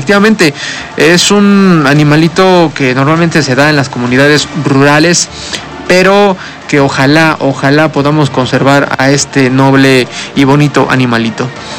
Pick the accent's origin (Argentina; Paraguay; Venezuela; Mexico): Mexico